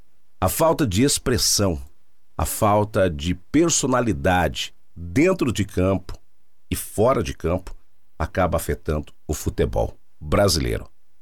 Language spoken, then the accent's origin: Portuguese; Brazil; nós, como bons brasileiros